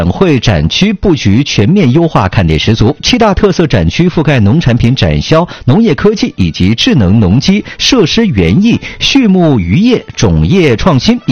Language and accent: Chinese; Northeast China, China; 咱们东北人太脆了哈。